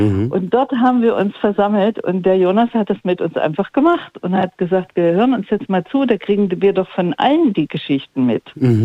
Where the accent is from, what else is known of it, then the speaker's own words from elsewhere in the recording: Gotha, Thuringia, Germany; ich bin hier in Gotha in der Langensalzer Straße groß geworden. Mhm. Ich bin 63 Jahre und meine Vorfahren waren Schmiede.